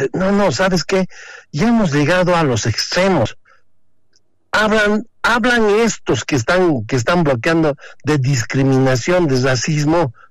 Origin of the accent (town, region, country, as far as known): Bolivia